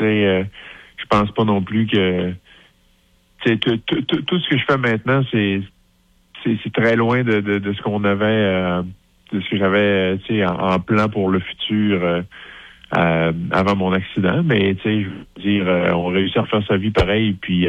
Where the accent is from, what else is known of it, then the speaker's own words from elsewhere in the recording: Quebec, Canada; je suis un petit gars de région, je viens du Saguenay-Lac-Saint-Jean